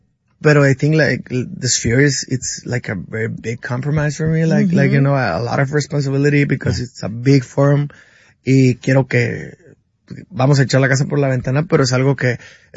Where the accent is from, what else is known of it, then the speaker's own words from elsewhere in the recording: Sonora, Mexico; soy de Sonora, estamos bien impuestos a la crítica, tú le llamas carrilla